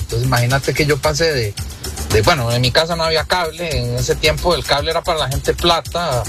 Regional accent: San José, Costa Rica; born there; also born or lived in Valle de la Estrella, Limón, Costa Rica; Yo la mitad de mi adolescencia la viví acá en San José, con todas las comodidades que habían acá en San José, y la segunda mitad me tocó vivirla en el Valle de la Estrella, con todas las dificultades que implica vivir en un lugar rural, en un lugar alejado

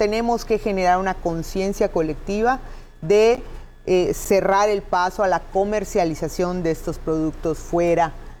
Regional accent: Progreso, Yucatán, Mexico; Yo soy del municipio de Progreso

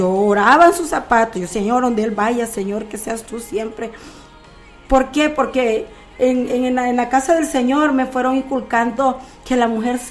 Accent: Honduras; moved away; Casa Salén, en Honduras, y luego se bautizó para un mes de marzo, por ahí. Y luego, en mayo nos venimos de Honduras. Venimos de Honduras

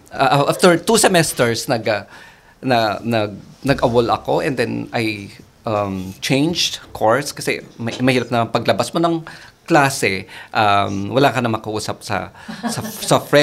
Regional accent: Cordillera Administrative Region, Philippines; moved away as an adult; Ako ay pinanganak at lumaki sa Bulubundukin ng Ifugao. So, yes. Nakakapagsalita ako ng Tuwali at Ilocano, no? And then, I moved to Manila for college.

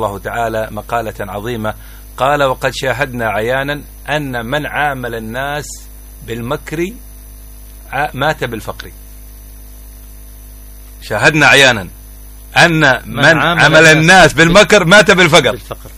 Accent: Mukalla, Hadhramaut, Yemen; نحن نتكلم باللهجة الدارجة عندنا في المكلة

